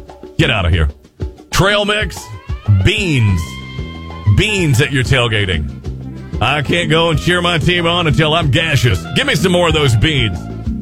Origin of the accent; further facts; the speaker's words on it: the South, United States; now in Central Coast, United States; I'm from the South.